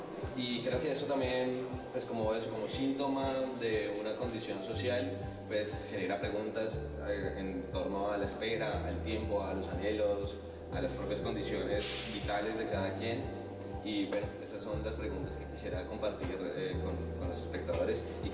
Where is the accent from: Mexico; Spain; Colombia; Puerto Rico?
Colombia; moved away; soy colombiano y estoy aquí hace unos 4 años, este año.